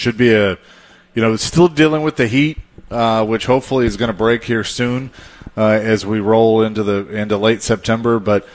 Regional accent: Bellevue, Tennessee, United States; And I grew up in the Bellevue area, so certainly know what these people can do, but – and are all about.

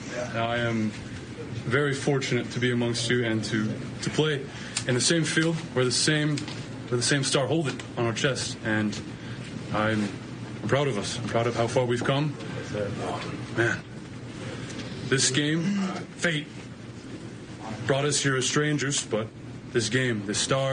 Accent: Montana, United States; I'm originally from Montana, grew up there. I'm in a military family, so... Dad had to move around a bit, ended up getting stationed in Colorado, Fort Carson, spent some time there

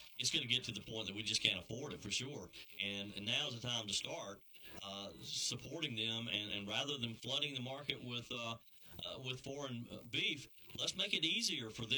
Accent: South Carolina, United States; my home state of the upstate of South Carolina.

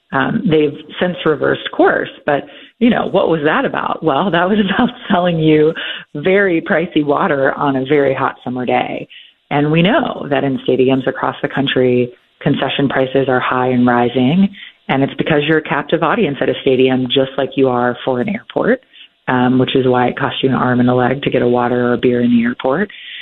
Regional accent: Nashville, Tennessee, United States; I Nashville is my hometown

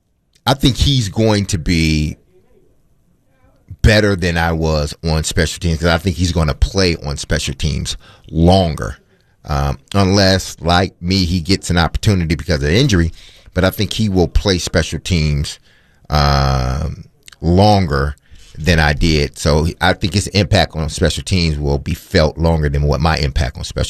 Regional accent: Michigan, United States; moved away; I'm from Michigan.

